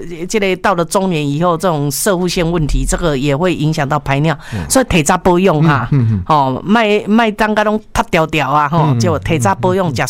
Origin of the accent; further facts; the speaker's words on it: Kaohsiung, Taiwan; 其实我家己身为高雄人，我都嘛看无呢。